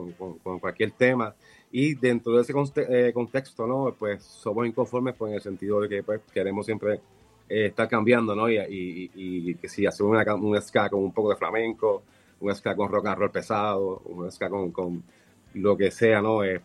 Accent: Puerto Rico; como decimos en Puerto Rico

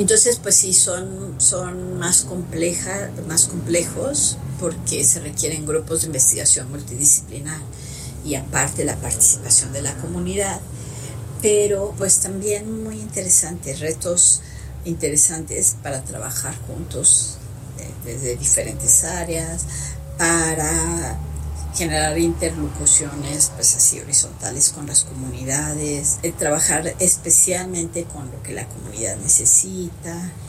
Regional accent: Mexico

